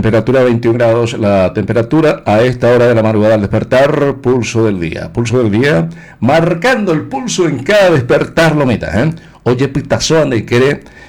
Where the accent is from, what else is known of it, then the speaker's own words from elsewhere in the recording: Paraguay; en mi país, en mi pueblo, en mi departamento, en nuestros departamentos del Paraguay